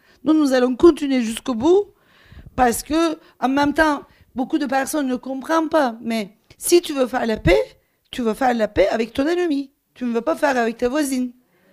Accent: Turkey; moved away; Moi, quand j'ai quitté la Turquie, au début, je me sentais comme exilée.

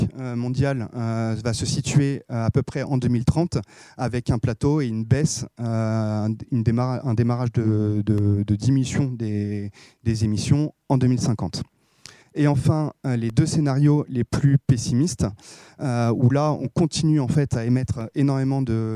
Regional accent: France

